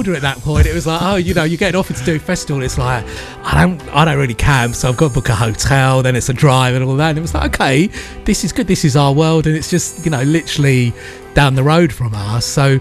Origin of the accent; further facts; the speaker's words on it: London, United Kingdom; And I grew up in London